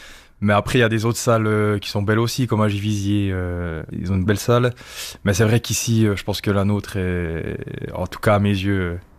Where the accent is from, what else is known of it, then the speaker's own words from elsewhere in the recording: Rossemaison, Jura, Switzerland; j'ai grandi à Rosmaison.